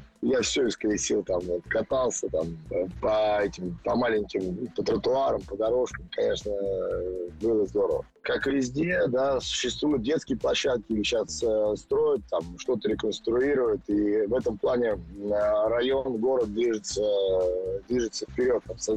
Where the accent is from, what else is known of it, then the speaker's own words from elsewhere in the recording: Moscow, Russia; also born or lived in Mozhaysk; Я рос в Москве, у меня родители учились, работали в Москве, я рос, в принципе, в Москве до 3 лет, я был в Можайске. Бабушки меня немножко воспитывали, потом я рос в Москве.